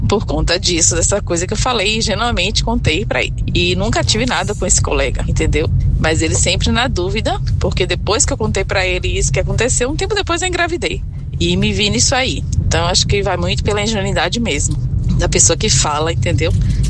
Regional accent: Salvador, Bahia, Brazil; sou de Salvador.

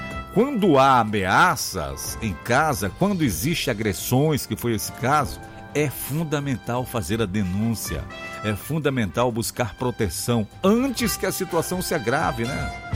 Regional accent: Alenquer, Pará, Brazil; na minha terrinha, na cidade de Alenquer.

